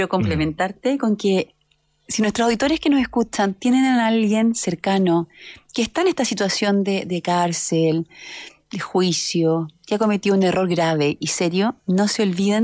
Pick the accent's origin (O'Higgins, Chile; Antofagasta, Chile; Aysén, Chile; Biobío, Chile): O'Higgins, Chile; Rancagua; Yo soy de Rancagua